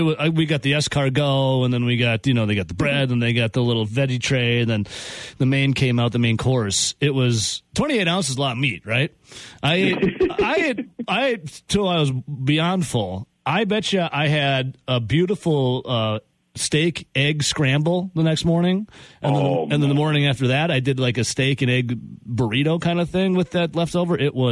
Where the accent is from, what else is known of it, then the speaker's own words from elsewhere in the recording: Dodgeville, Wisconsin, United States; I'm from Dodgeville.